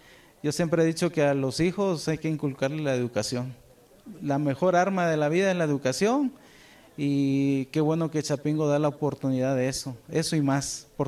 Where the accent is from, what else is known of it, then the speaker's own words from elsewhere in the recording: Tuxtla Chico, Chiapas, Mexico; Bueno, con mi esposa y mi hija venimos del municipio de Tuxtla Chico.